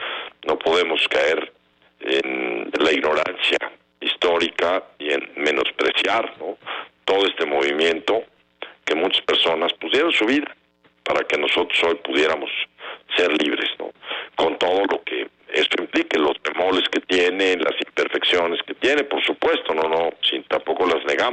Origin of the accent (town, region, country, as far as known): Mexico